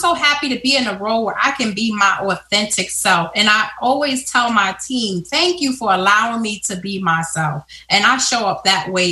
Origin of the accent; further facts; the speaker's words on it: New York City, New York, United States; moved away as an adult; now in Rochester, United States; Oh, I grew up in Brooklyn.